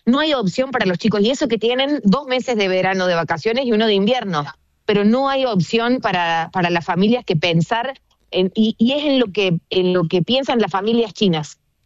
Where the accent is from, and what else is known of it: Argentina